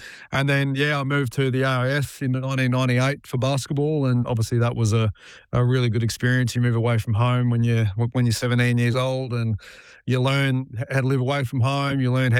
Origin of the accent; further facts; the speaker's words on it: Australia; I'm from Queensland originally in South Australia, so you grew up not liking Victorians very much.